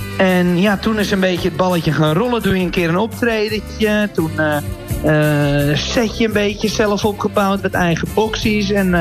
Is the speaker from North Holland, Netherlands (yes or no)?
yes; Purmerend, North Holland, Netherlands; Ja, ik kom uit Purmerend. Dus ja, dat is ongeveer zo'n 15 minuutjes, 20 minuutjes rijden vanaf Amsterdam.